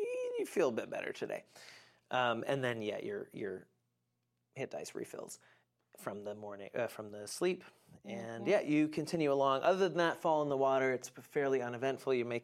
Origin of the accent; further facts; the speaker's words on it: Oregon, United States; I'm from Oregon. I appreciate the reference.